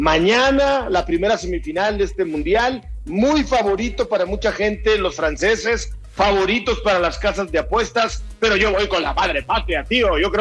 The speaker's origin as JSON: {"language": "Spanish", "town": "Torreón", "region": "Coahuila", "country": "Mexico", "tie": "born or raised there", "said": "mi afición por mi equipo de mi ciudad natal. Yo soy de Torreón, le voy al Santos Laguna"}